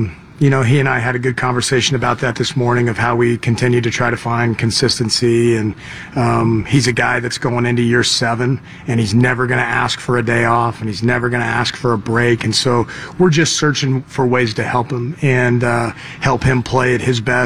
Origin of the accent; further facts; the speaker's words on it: United States; No mayonnaise for me. I'm from America.